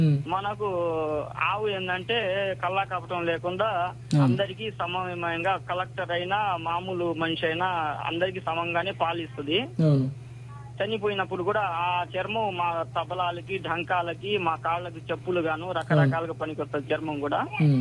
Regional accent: Buchireddypalem, Andhra Pradesh, India; మాది బుచ్చిరెడ్డిపాలెం, నెల్లూరు జిల్లా.

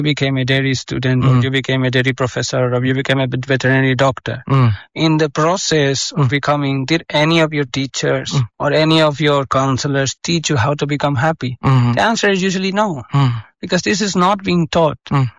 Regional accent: Spain; So actually … Many might be questioning why … if I'm a Spanish person.

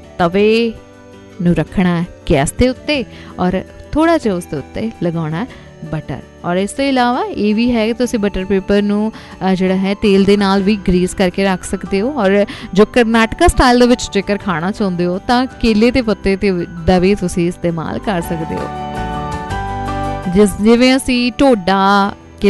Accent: Punjab, India

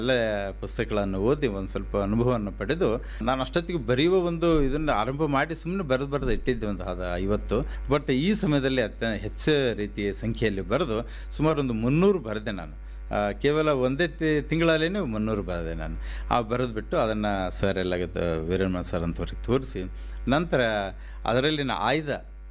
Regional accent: Raichur district, Karnataka, India

